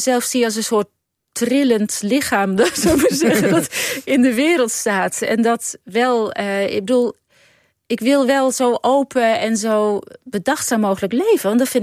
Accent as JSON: {"language": "Dutch", "country": "Netherlands", "tie": "born there", "said": "ik als Nederlandse geboren vrouw"}